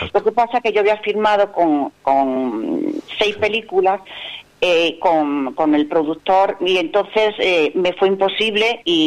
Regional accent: Andújar, Andalusia, Spain; Yo soy andaluza de Andújar, y yo soy de Andújar

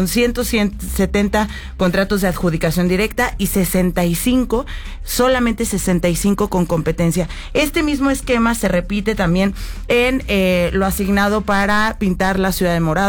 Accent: Mexico City, Mexico

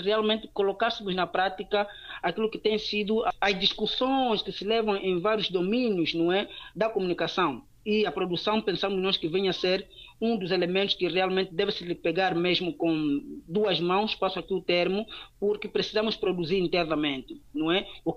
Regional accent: Angola; enquanto angolano que somos

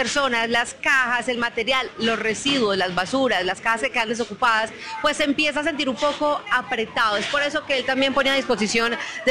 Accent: Manizales, Caldas, Colombia; now in Bogotá, Colombia; en mi tierra amada, en Manizales

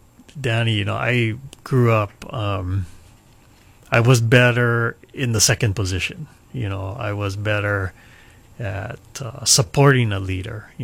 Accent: Hilo, Hawaii, United States; You know, growing up in Hilo, my parents ran a family business.

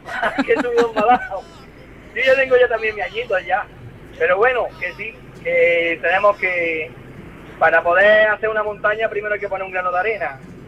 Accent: Salobreña, Andalusia, Spain; born or raised there

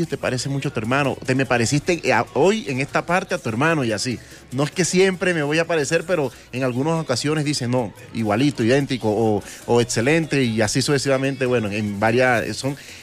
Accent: Valledupar, Cesar, Colombia; born there; moved away as an adult; now in Bogotá, Colombia; Sí, yo nací en Valledupar, pero estoy radicado en la ciudad de Bogotá ya hace unos 10 años, más o menos.

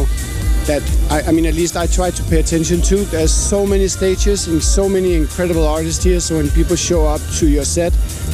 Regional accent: Denmark; I'm from Denmark

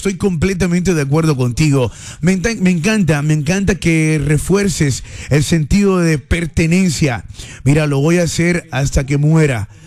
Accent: Cartagena, Bolívar, Colombia; Yo me siento recontra orgullosa cuando me preguntan de dónde soy, específicamente específico de Cartagena, Colombia.

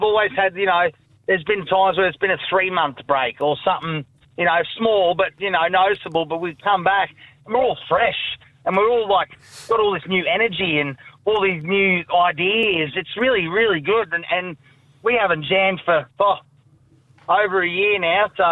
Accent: Australia; We're bloody Australian down here, mate.

